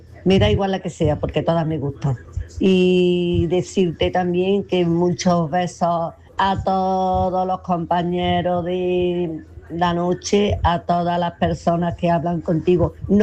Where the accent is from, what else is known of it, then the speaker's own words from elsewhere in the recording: Córdoba, Andalusia, Spain; Hola, Manolo. Buenas tardes, mira … de Córdoba.